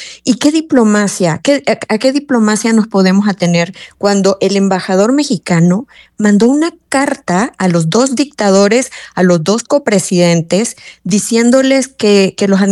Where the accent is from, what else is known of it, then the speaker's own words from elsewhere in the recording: Nicaragua; born there; los que tenemos pasaporte nicaragüense y nacimos en Nicaragua, no podemos votar desde el exilio. Eso no lo elegí yo, que soy ciudadana nicaragüense y mexicana.